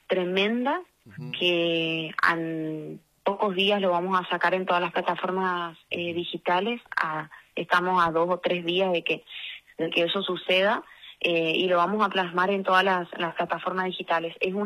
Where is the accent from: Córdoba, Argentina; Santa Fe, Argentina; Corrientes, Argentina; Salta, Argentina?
Corrientes, Argentina; Lo hice porque eso es lo que somos como correntinos y como argentinos.